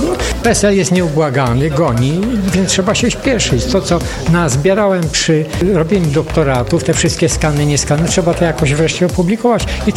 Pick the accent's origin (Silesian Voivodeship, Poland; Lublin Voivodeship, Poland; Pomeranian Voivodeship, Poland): Lublin Voivodeship, Poland; Brodzica; Ja niedawno wydałem monografię swojej wsi, bo pochodzę z Brodzicy spod Hrubieszowa